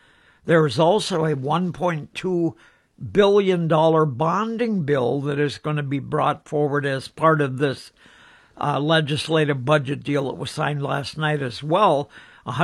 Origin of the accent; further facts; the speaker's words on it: North Dakota, United States; born there; moved away; also born or lived in northern Minnesota; I grew up in North Dakota originally and then in northern Minnesota